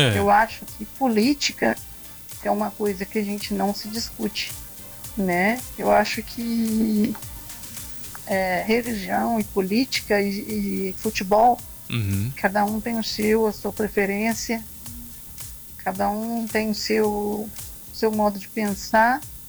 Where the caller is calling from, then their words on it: Varginha, Minas Gerais, Brazil; de Varginha, do Jardim Estrela.